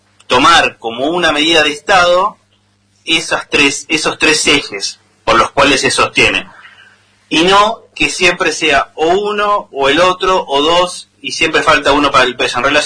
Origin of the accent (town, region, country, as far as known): Argentina